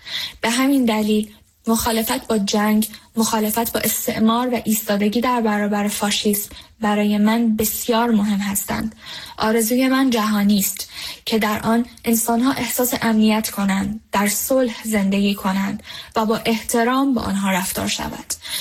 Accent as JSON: {"language": "German", "country": "Iran", "moved": "yes", "said": "Ich komme aus dem Iran."}